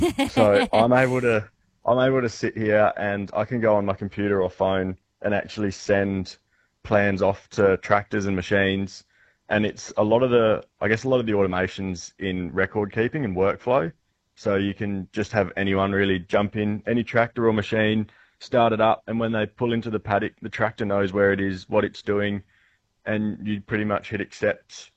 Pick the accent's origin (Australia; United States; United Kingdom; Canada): Australia; Western Australia; also born or lived in Perth; Grew up, born and raised in Quarter and then moved away and studied an agribusiness degree at Curtin in Perth for 3 years before coming home.